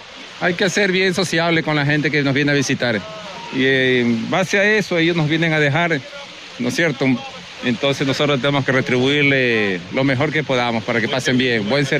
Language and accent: Spanish; Galápagos, Ecuador; born there; yo tengo muchos años. Yo nací aquí en Galápagos.